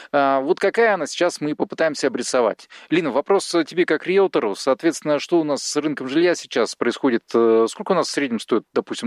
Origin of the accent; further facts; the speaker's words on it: Mirny, Sakha Republic, Russia; когда узнавали, что я вот из Мирного